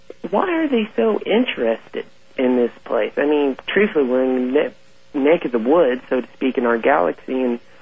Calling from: Kansas City, Missouri, United States; from Kansas City, Missouri. How are you doing?

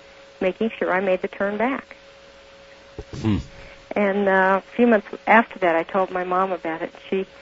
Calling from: Denver, Colorado, United States; Good morning, Art. … in Denver.

